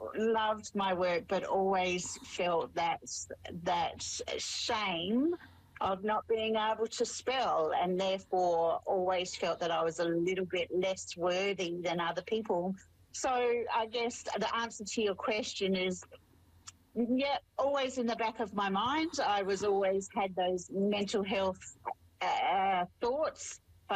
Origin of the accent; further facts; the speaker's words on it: Australia; accent: Australian twang; moved away as an adult; also born or lived in United Kingdom; now in New Zealand; I am Australian, if you haven't picked up the twang just yet, albeit my home is certainly New Zealand. I married a Niuean Pacific Island fellow, and I have three teenagers right now.